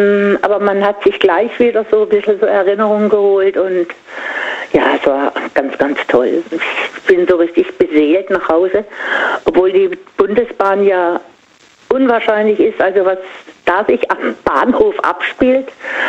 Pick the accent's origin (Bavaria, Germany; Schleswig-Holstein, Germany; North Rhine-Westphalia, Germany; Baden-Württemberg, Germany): Baden-Württemberg, Germany; Singen; ich komme ja aus Singen und die machen das schon eine ganze Weile in Klassentreffen